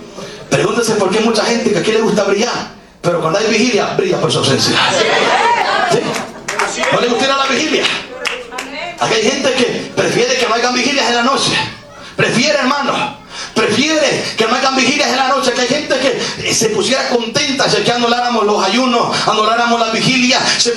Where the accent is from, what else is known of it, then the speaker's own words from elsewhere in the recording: El Salvador; mi país, El Salvador